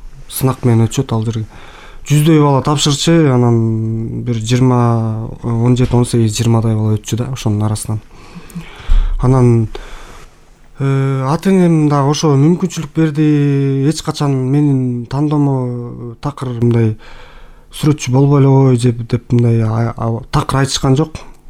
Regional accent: Bakamay, Issyk-Kul Region, Kyrgyzstan; born or raised there

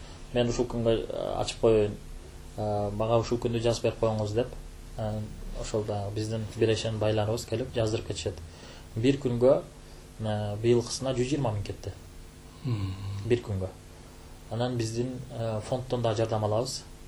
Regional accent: Karabak, Batken Region, Kyrgyzstan; Карабак деген айылдан болом.

